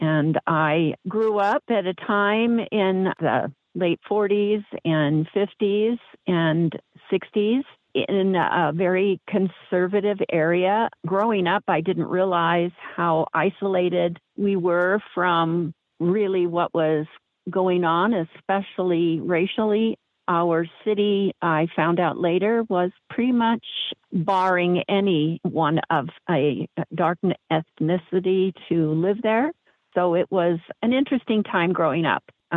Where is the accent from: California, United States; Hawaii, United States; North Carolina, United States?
California, United States; I grew up in California. My parents were regular middle class.